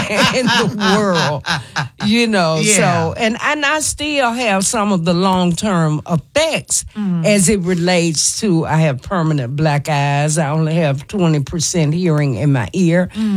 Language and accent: English; Memphis, Tennessee, United States; I'm from South Memphis.